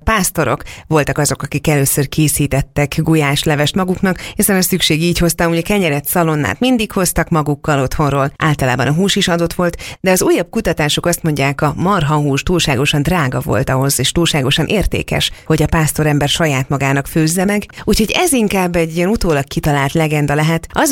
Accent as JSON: {"language": "Hungarian", "country": "Hungary"}